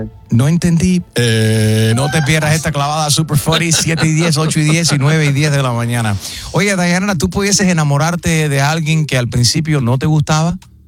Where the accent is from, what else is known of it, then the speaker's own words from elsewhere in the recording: Dominican Republic; Yo soy más dominicano que Jaro.